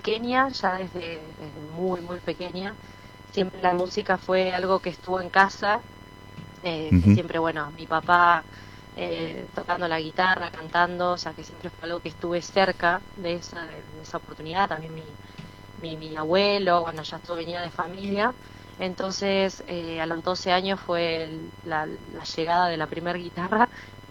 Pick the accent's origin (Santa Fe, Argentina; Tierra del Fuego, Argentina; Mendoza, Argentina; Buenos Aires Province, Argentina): Tierra del Fuego, Argentina; Ushuaia; moved away as an adult; fuera, y no solamente fuera de Argentina, sino también digamos, desde que tengo 18 años, ¿no? Que me fui de Ushuaia, que me fui a estudiar, siempre fue un camino, ¿no? Del desarraigo